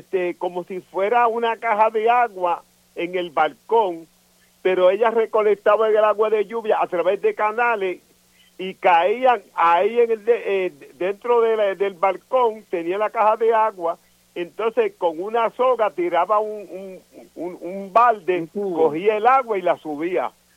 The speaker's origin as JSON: {"language": "Spanish", "town": "Vega Baja", "country": "Puerto Rico", "tie": "born or raised there", "said": "yo me crié en Almirante Sur, vivo actualmente en Vega Maja, pero en el Almirante"}